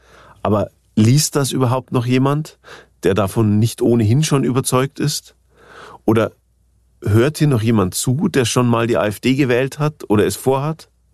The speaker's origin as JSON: {"language": "German", "town": "Ingolstadt", "region": "Bavaria", "country": "Germany", "said": "Ich komme, wie gesagt, aus Bayern, aus Ingolstadt, das hört man vielleicht auch."}